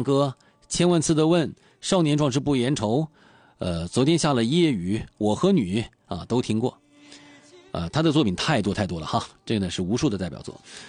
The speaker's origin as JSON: {"language": "Chinese", "town": "Dalian", "region": "Liaoning", "country": "China"}